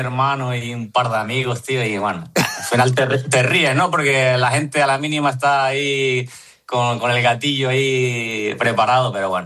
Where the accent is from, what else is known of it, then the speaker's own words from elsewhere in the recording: Arguineguín, Canary Islands, Spain; now in Madrid, Spain; Ahora sí que estuve en verano en mi pueblo, en Arguineguilla, entrené con el equipo